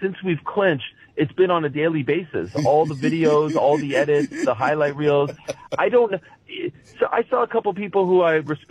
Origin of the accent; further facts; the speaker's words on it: Montreal, Quebec, Canada; The Montreal Expos, I'm from Montreal, they leave town.